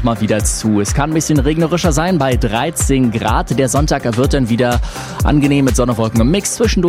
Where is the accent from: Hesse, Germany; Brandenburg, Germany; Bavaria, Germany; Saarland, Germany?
Brandenburg, Germany; Ich meine, ich wohne in Potsdam, ich bin Brandenburger, ich kann nicht mitwählen